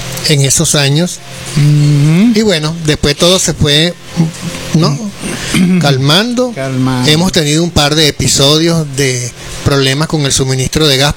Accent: Venezuela; fíjate que como somos los venezolanos, ¿no?

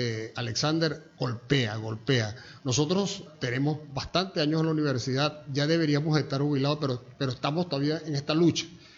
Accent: Venezuela; nos lo merecemos todos como venezolanos

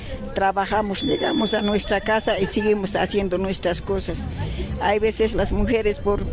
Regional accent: Bolivia; Y tan valientes somos las mujeres bolivianas que tenemos esa inquietud de vivir en la vida más tranquila

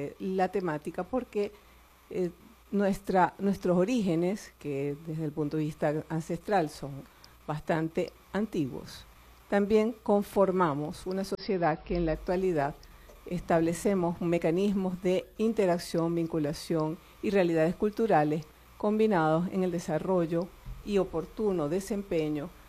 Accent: Venezuela; nuestro espacio venezolano, nuestro país

